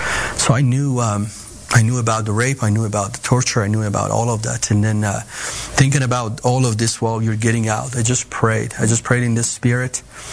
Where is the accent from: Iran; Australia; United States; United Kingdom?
Iran